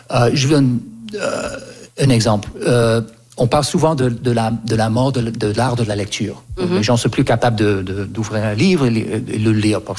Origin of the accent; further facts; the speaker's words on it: Canada; Moi, j'ai grandi au Canada et quand j'avais 4, 5, 6 ans, il y avait un bus, il y avait un agenda à l'école